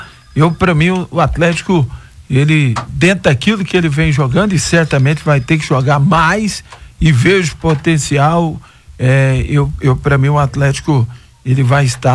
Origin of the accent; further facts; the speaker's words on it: Goiás, Brazil; eu sou Goiás, sou goiano, trabalho aqui